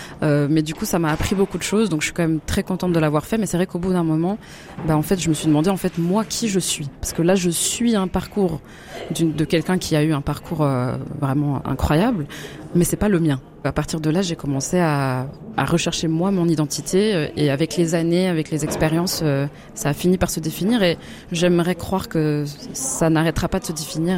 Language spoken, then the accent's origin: French; Switzerland; je suis pas originaire de Suisse. Je suis belge et congolaise de sang, mais j'ai grandi en Suisse toute ma vie. Donc, je suis les trois.